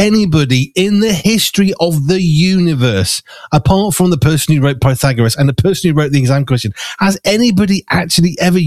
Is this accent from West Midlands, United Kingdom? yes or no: yes; West Midlands, United Kingdom; I'm from the Black Country, okay? That's just the way I was learning to talk as a kid. That's what you do. You talk fast and quite strong accent.